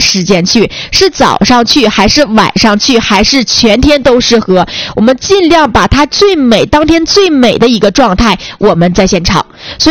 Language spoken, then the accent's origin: Chinese; Northeast China, China